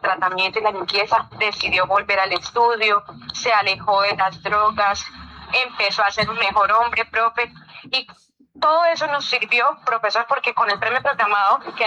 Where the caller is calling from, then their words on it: San Roque, Antioquia, Colombia; San Roque, Antioquia.